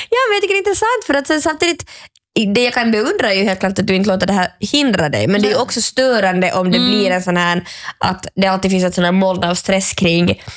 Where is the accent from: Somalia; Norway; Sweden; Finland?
Norway; Ha, ja, jag kommer från Norge.